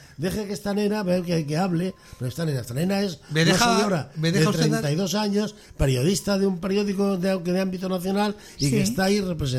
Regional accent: Extremadura, Spain; en mi tierra Extremadura

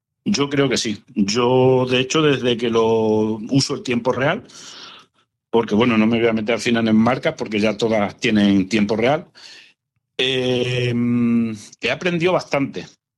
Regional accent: Extremadura, Spain; la zona nuestra de Extremadura

